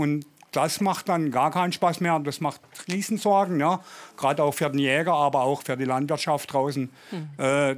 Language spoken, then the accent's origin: German; Bötzingen, Baden-Württemberg, Germany; Ja. Ich komme hier aus Bötzingen, habe hier die Jagd im Revier mit meinem Sohn und mit meiner Schwiegertochter zusammen.